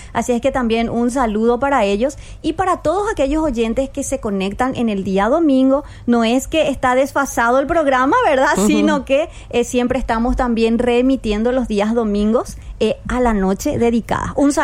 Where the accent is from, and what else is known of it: Paraguay